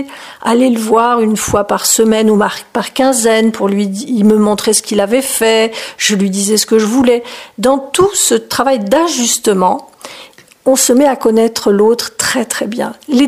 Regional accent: Marseille, Provence-Alpes-Côte d'Azur, France; je viens de un peu nulle part, de la Méditerranée, j'ai grandi à Marseille

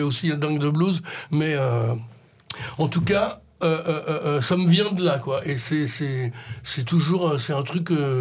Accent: Grenoble, Auvergne-Rhône-Alpes, France; Les gens du 18e arrondissement, ces trucs-là, là, nous, on est de Grenoble, quoi.

